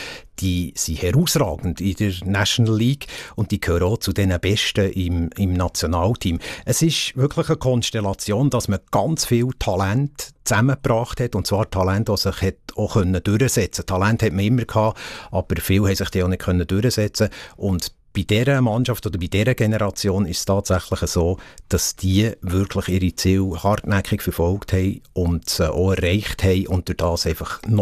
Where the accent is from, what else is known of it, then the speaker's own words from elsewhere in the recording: Switzerland; Wir tun die Schweizer, wir sind Schweizer, wir müssen unsere Werte leben